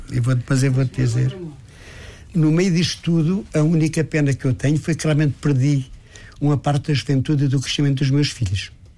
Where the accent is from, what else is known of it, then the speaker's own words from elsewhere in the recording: Ribatejo, Portugal; Nós utilizamos a mesma no Ribatejo.